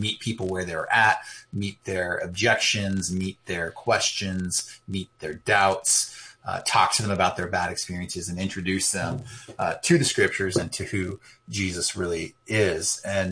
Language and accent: English; California, United States